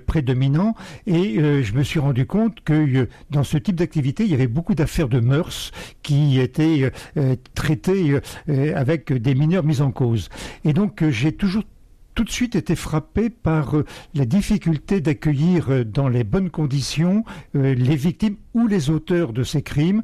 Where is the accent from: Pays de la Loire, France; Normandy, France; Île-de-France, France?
Île-de-France, France; Paris; Oui, moi je suis parisien de naissance, je suis donc très, très ancré dans ce quartier de l'île de la Cité puisque je suis né à proximité chez mes parents et j'ai toujours vécu dans ce secteur.